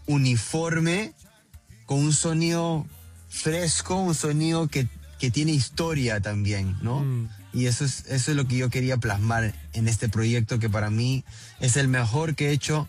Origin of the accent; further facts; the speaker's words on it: Peru; yo soy peruano.